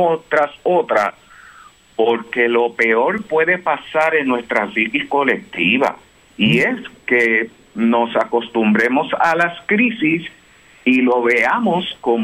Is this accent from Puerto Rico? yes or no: yes; San Germán, Puerto Rico; Mira, pues te voy a hacer el mismo comentario que compartí con unas amistades el pasado sábado acá en mi pueblito de San Germán.